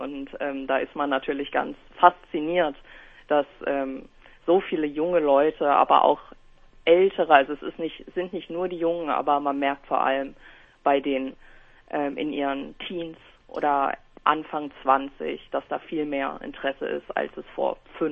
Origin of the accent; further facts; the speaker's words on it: Berlin, Germany; born there; als ich circa 2014, 2015 zur Oberschule in Berlin ging.